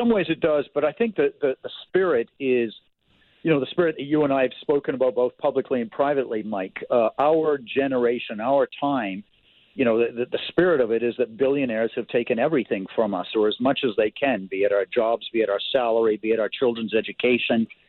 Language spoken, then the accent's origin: English; Canada; being Canadian